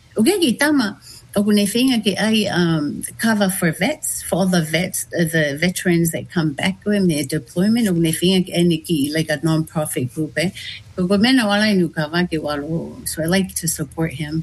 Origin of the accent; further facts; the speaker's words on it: Tonga; I always love to share with my soldiers, like, oh, I'm from Tonga, ba wako ika nao tole lea whaka Tonga.